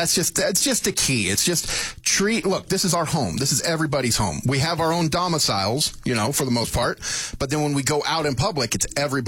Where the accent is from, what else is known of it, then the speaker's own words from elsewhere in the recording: Oregon, United States; now in Nevada, United States; I grew up in Oregon, which, you know, very similar to Nevada as far as how they view nature and the outdoors.